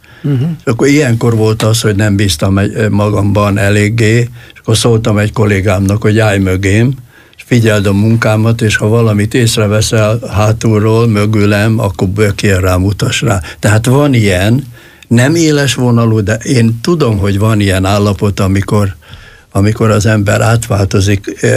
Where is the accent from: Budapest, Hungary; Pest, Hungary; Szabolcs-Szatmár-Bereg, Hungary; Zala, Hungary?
Zala, Hungary; Igen, én faluhelyen nevelkedtem, mert bennünket kiraktak annak idején az illetékesek. Hortobágyon már nem volt hely, úgyhogy Göcsejbe, egy kis zsákfaluba, erdő szélére